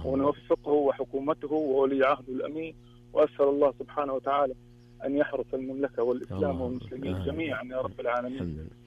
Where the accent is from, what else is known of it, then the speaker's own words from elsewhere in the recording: Egypt; انا مصري.